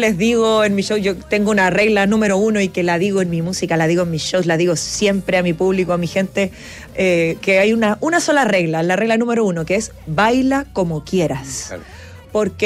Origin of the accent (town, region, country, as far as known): Chile